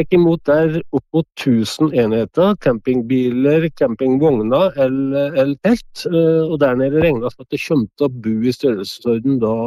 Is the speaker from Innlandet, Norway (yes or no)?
yes; Innlandet, Norway; at det I heimkommunen min, og jeg synes at dette arrangementet her utrolig viktig for både Lesjabygde, for Dovrebygde og for hele regionen.